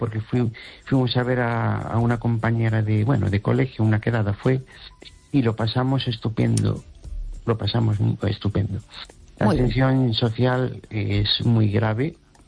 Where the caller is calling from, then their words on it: Tarragona, Catalonia, Spain; Qué cosa más curiosa, se me hace raro llamarte desde Tarragona.